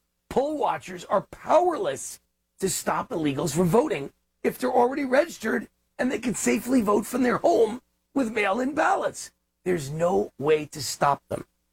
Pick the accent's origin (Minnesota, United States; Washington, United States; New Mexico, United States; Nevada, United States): Nevada, United States; Exhibit A is my home state of Nevada.